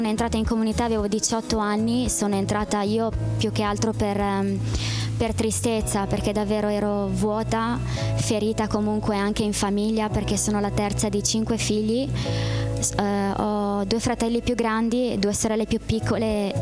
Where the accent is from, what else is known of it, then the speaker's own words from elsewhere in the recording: Verona, Veneto, Italy; sono italiana, vengo da Verona.